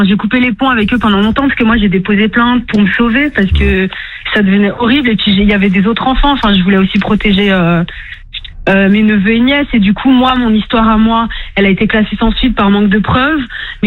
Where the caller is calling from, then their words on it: Vannes, Brittany, France; j'habite à Vannes et je travaille en tant qu'éducatrice dans la protection de l'enfance depuis 2022 et en ce moment je suis sur Lorient.